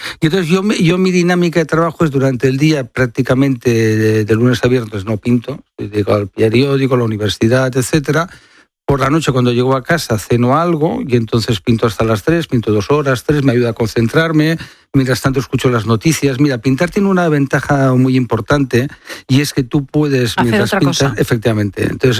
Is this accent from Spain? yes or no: yes; Barcelona, Catalonia, Spain; born there; en mi tierra, Barcelona, y por tanto, desde jovencito